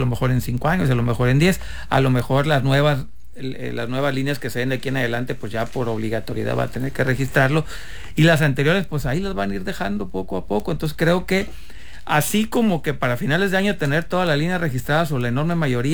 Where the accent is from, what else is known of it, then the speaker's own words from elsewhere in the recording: Mexico; porque como buenos mexicanos vamos a dejar todo para el último momento